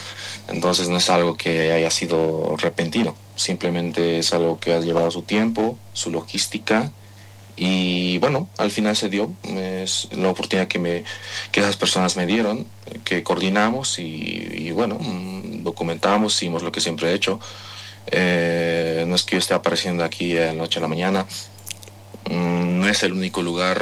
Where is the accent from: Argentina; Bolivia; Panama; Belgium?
Bolivia; Tupiza, Potosí; also born or lived in Oruro; el sur de Potosí. He vivido mucho tiempo allí, pero bueno, nacido en Oruro, pero criado en Tupiza